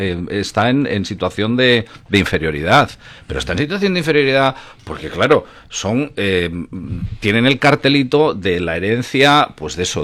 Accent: Spain; yo soy español

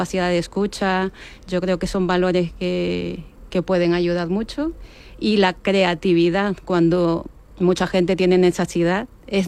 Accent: Lima, Peru; now in Spain; mi ciudad de origen, Lima, que me hace recordar que cada vez que vuelvo, mis raíces

